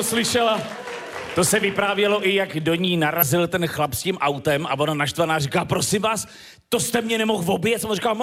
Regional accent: Sokolov, Karlovy Vary Region, Czechia; my Sokolováci jsme v klidu.

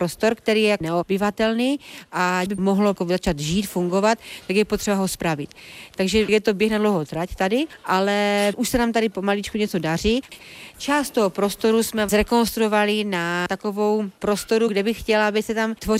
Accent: Proskovice, Moravian-Silesian Region, Czechia; Já jsem z Proskovic. Neřekla bych, že jsem úplně z zemědělské rodiny, ale celý život jsme doma měli prasátko, ovečku, slepice, králíky.

